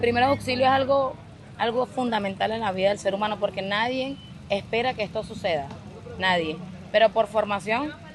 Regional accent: Caracas, Capital District, Venezuela; Yo no soy de aquí, yo soy de Caracas.

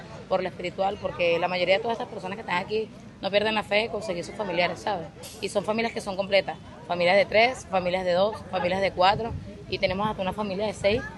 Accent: Caracas, Capital District, Venezuela; Yo no soy de aquí, yo soy de Caracas.

